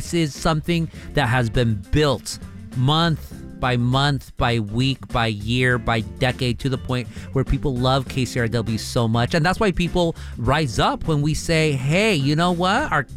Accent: Anaheim, California, United States; I am from Anaheim.

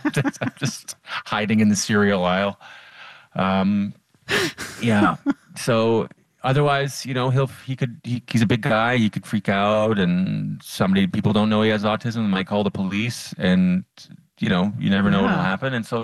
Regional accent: Ottawa, Ontario, Canada; Ottawa, my hometown

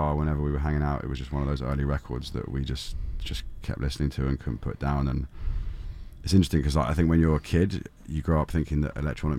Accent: London, United Kingdom; Yeah, in London. Yeah, we grew up in London.

